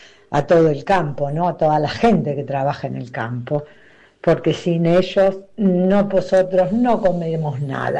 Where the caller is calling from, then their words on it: Chacarita, Buenos Aires, Argentina; Obviamente soy de Chacarita